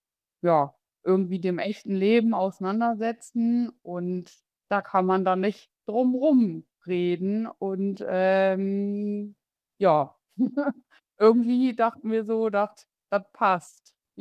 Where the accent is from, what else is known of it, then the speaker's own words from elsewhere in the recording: Bremen, Germany; ich bin aufgewachsen in Bremen-Nord.